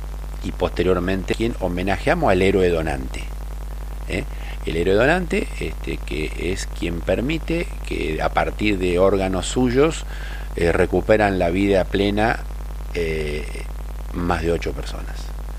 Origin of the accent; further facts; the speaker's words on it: Argentina; somos solidarios los argentinos?